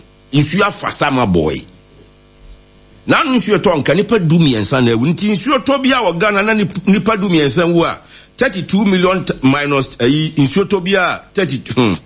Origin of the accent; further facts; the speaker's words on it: Ghana; I know me can because I'm a Ghanaian.